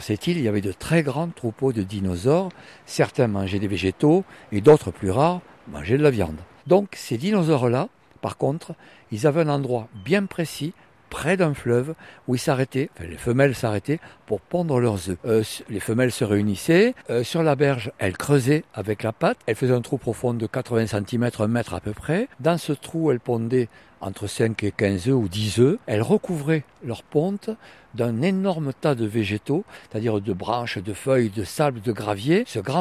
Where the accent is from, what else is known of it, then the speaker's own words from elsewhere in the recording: south of France, France; comme je viens du sud de la France, Piémont-Pyrénées